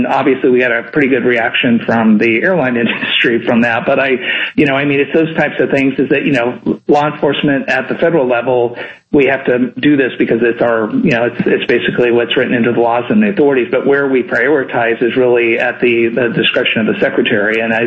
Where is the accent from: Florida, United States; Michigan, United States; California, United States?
California, United States; I'm from California.